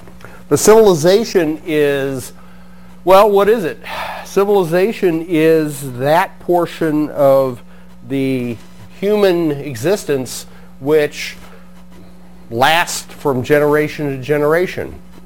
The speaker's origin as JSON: {"language": "English", "region": "Missouri", "country": "United States", "also_born_or_lived": "Alaska", "moved": "as an adult", "lives_now": "Connecticut, United States", "said": "Been here since 1996. Most of you know that I came from Missouri originally and went to Alaska for graduate school."}